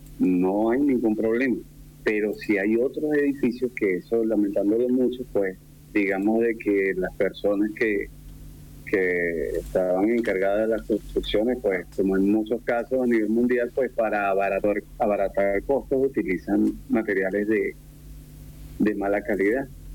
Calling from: Caracas, Capital District, Venezuela; Aquí se le conoce como el centro de Caracas

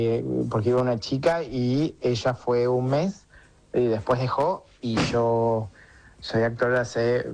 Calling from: Buenos Aires, Argentina

